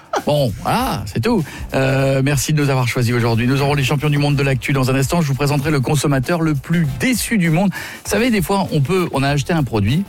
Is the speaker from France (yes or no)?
yes; France; On se plaint toujours chez nous en France. On dit oui, c'est la SNCF.